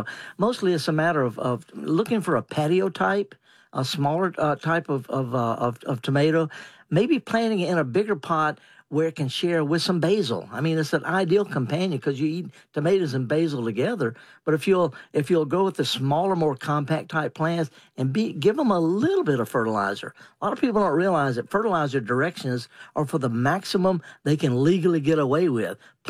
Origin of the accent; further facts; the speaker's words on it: Mississippi, United States; Well, it could be, whether you're from Michigan, I'm from Mississippi.